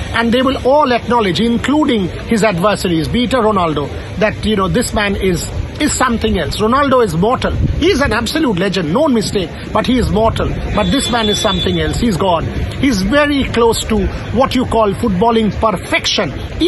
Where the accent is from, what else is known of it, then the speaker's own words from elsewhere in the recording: West Bengal, India; I've interviewed Maradona, who has been a childhood hero of all of us growing up in Bengal.